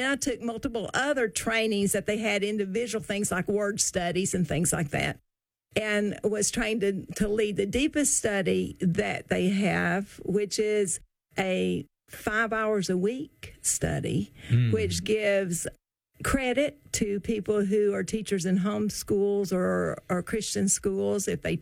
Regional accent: Tennessee, United States; also born or lived in California / New York / Europe / Georgia; Even though I'm from Tennessee, I've lived in California, New York, Europe, Georgia, Oklahoma, and I'm back in Tennessee, Ohio, and Philadelphia.

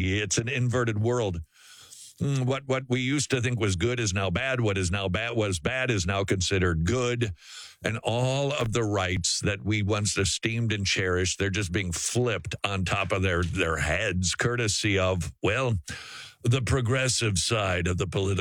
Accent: United States; As American

